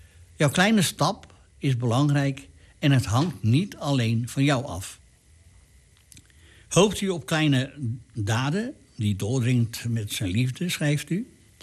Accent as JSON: {"language": "Dutch", "country": "South Africa", "said": "Tegelijkertijd is er als een Zuid-Afrikaan zoveel gebeurd in mijn leven. Toen ik 16 was, werden er klasgenoten van mij vermoord."}